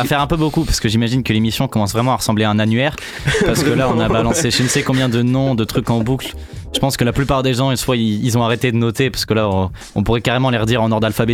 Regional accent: Valence, Auvergne-Rhône-Alpes, France; Valence, moi je viens de Valence. Pour moi déjà Valence, on n'est pas dans le sud.

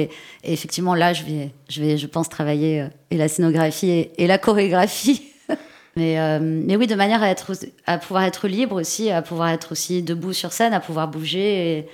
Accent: Paris, Île-de-France, France; born or raised there; also born or lived in Italy

